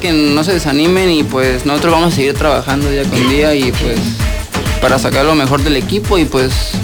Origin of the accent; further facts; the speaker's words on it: Juárez, Nuevo León, Mexico; now in Tapachula, Mexico; De Monterrey, Nuevo León, exactamente del municipio de Juárez